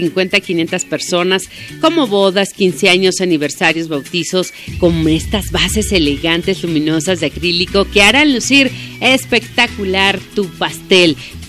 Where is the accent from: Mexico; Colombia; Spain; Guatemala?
Mexico; Tlaxcala; todas estas tradiciones que tiene nuestro estado llamado Tlaxcala, Tlaxcala de Xicoténcatl o Tlaxcala Xicoténcatl, que es el verdadero nombre